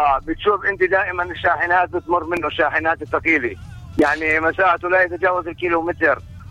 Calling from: Tulkarm, West Bank, Palestine; من الكرم.

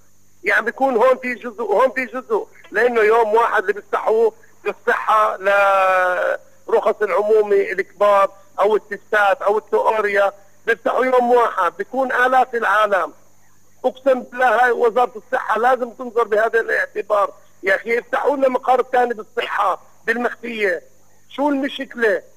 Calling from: Nablus, West Bank, Palestine; انا نابلسي وبحب نابلس، نابلس بلدي

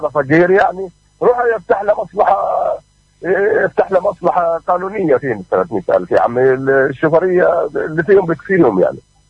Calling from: Bethlehem, West Bank, Palestine; انا مواطن من بيت لحم.

